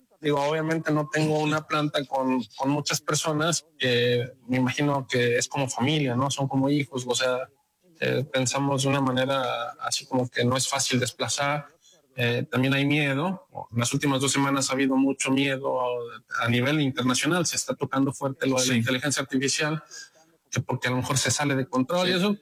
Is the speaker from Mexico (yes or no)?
yes; Mexico; Porque yo personalmente te diría que yo soy mexicano, amo mi país, vivo fuera de México gran parte del año, me la paso en Europa